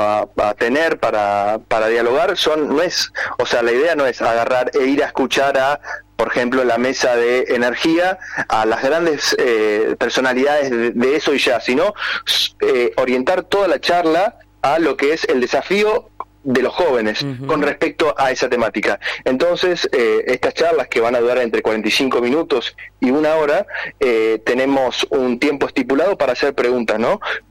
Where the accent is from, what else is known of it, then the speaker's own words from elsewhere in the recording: El Bolsón, Río Negro, Argentina; soy del Bolsón